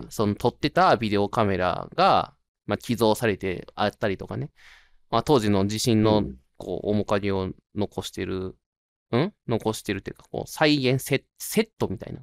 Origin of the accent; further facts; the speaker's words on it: Hyogo, Japan; うちの地元も一応、阪神・淡路大震災のね、被災地で